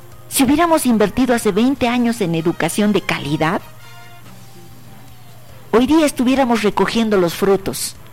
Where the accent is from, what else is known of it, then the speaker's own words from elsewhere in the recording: Bolivia; nosotros primero somos bolivianos. Antes de ser cruceños, alteños, paceños, somos bolivianos.